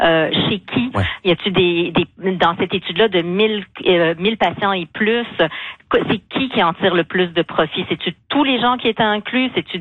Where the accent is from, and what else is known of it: Canada